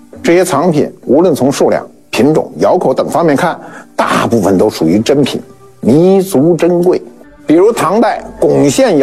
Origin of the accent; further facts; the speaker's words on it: northern China, China; 我记得我小时候在北方枕的最多的就是一种叫荞麦皮枕头